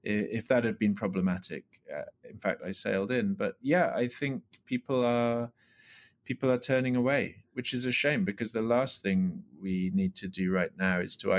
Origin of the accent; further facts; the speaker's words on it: Canada; You know, I came to North America from Canada.